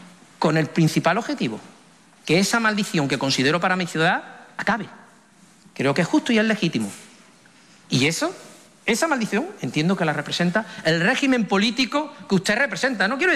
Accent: Ceuta, Spain; Yo soy ceutí, yo he nacido aquí, sé lo que es la convivencia. Mire usted, cuando yo era un niño tenía muy claro una cuestión, que era español.

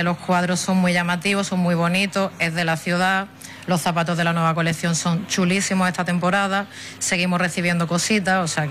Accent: Ceuta, Spain; la gente que viajamos mucho, que tenemos familia en la península, sí que es verdad que de siempre Ceuta era como un ¿dónde está Ceuta?

